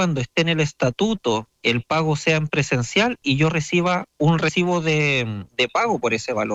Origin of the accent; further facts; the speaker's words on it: Panguipulli, Los Ríos, Chile; Además que somos todos de Panguipulli, los comités son de aquí mismo.